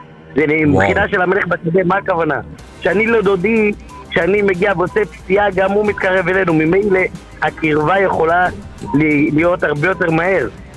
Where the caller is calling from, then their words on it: Netivot, Southern District, Israel; אני באמת מנתיבות.